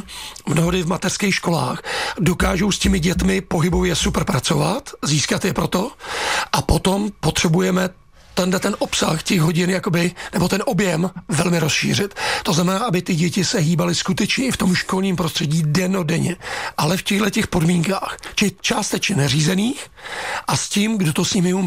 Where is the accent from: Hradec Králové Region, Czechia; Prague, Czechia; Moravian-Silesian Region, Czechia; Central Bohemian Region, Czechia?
Central Bohemian Region, Czechia; Příbram; No samozřejmě, já jsem Příbramák, jsem z Brd, takže já jsem odkryl.